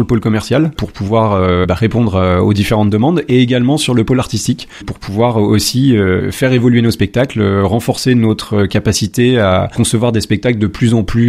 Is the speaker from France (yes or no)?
yes; Auvergne-Rhône-Alpes, France; moved away as an adult; also born or lived in Île-de-France; moi je suis originaire du Rhône, donc après mon exil en Ile-de-France